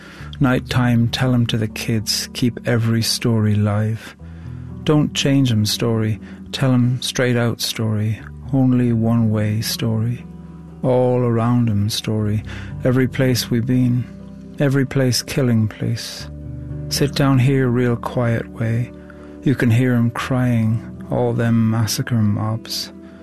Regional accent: Ireland; I'm from Ireland, and I'm a poet.

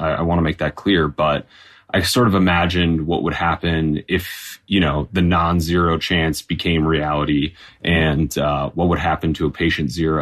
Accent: Wisconsin, United States; I'm from Wisconsin, and so as many Wisconsinites are, I am a hunter and a deer hunter

